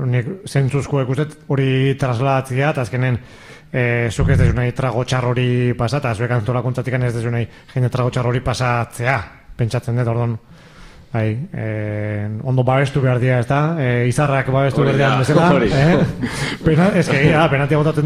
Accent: Zarautz, Basque Country, Spain; Zarauztar askok bizi izan duguna txikitan

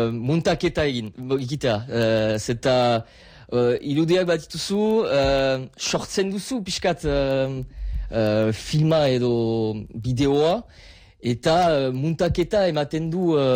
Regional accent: La Bastide-Clairence, Nouvelle-Aquitaine, France; Basque is a second language; Bastidakoa naiz, eta orain Bastiden bizi naiz

